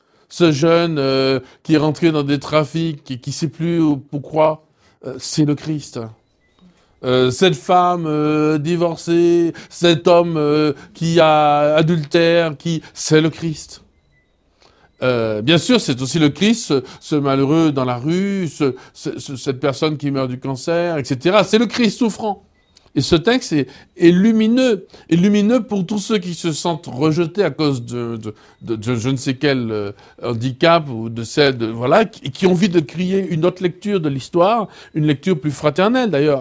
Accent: Antilles, France; « faut pas faire mal élevé », comme on dit chez nous aux Antilles

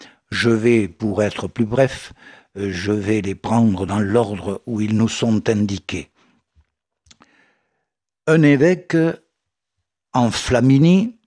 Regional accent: France; du moins pour chez nous, en France, en Gaule.

